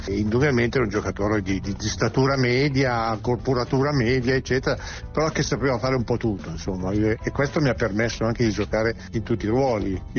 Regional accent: Magenta, Lombardy, Italy; io sono di Magenta, vicino Milano

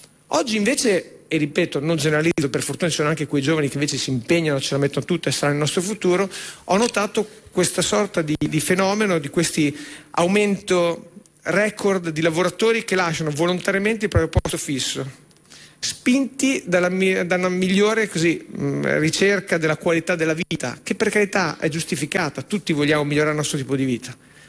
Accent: Emilia-Romagna, Italy; Io vengo dalla Romagna, dalla mia Romagna

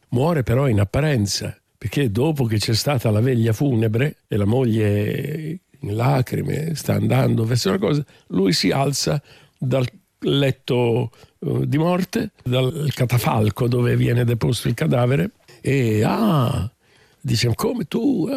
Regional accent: Milan, Lombardy, Italy; born there; I miei genitori sono siciliani e sono nato per errore a Milano, città che amo moltissimo

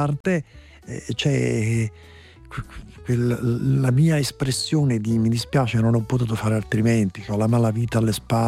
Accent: Naples, Campania, Italy; born there; now in Pozzuoli, Italy; io sono flegreo, perché sono nato a Bagnoli, attualmente da circa 20 anni vivo a Pozzuoli, dove viviamo il bradisismo, le scosse di terremoto

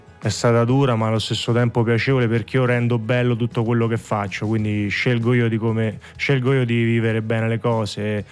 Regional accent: Rome, Lazio, Italy; now in United States; perché vengo da Roma

